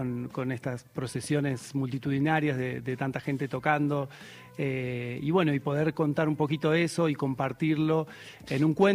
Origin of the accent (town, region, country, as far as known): Buenos Aires, Argentina